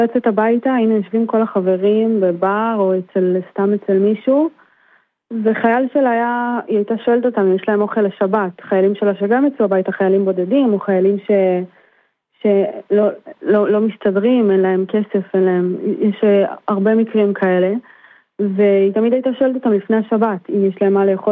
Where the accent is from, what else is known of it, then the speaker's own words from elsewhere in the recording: Givat Ada, Haifa District, Israel; גדלנו ביחד בגבעת עדה, וסיימנו בית ספר יסודי ביחד בגבעת עדה, ותיכון